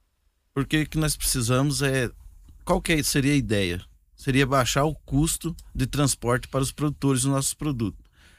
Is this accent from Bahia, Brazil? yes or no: no; Dourados, Mato Grosso do Sul, Brazil; born there; nascido em Dourados, sou sul-mato-grossense